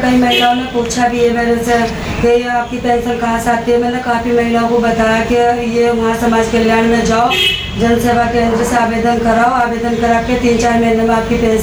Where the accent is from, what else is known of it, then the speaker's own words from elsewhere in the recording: Mandawar, Uttar Pradesh, India; मंडावर बिजनौर शहबाजपुर की रहने वाली।